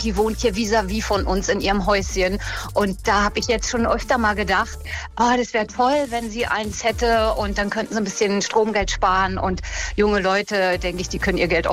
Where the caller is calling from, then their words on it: Wildberg, Brandenburg, Germany; Aus Wildberg.